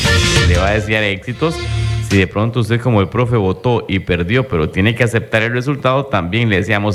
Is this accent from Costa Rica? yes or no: yes; Costa Rica